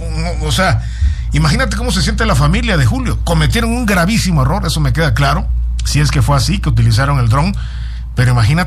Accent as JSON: {"language": "Spanish", "town": "Nuevo Casas Grandes", "region": "Chihuahua", "country": "Mexico", "tie": "born there", "said": "nacimos en Nuevo Casas Grandes."}